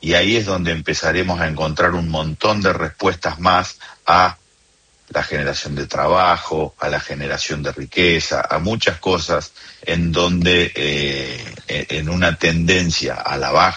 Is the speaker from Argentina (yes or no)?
yes; Argentina